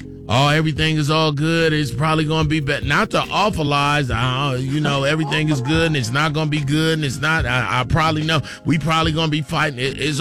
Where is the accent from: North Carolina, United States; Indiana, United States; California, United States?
California, United States; I'm from Cali, so we don't stop at stop signs because my father used to say, just keep going through the stop sign.